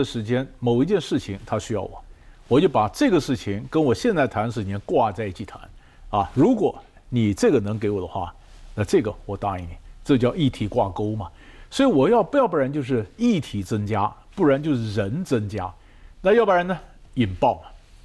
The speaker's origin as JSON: {"language": "Chinese", "country": "China", "said": "那我们中国人就是话讲得清楚就没意思嘛，很多话点到为止嘛。"}